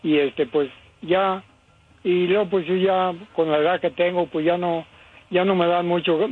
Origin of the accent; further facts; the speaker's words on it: El Grullo, Jalisco, Mexico; now in West Covina, United States; Del Grullo, Jalisco